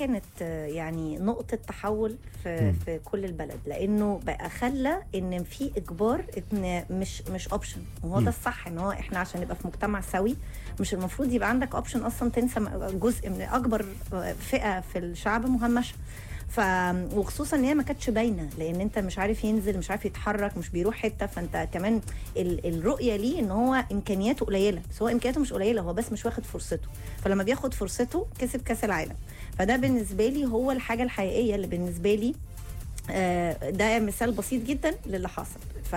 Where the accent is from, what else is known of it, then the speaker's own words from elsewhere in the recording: Egypt; احنا كمصريين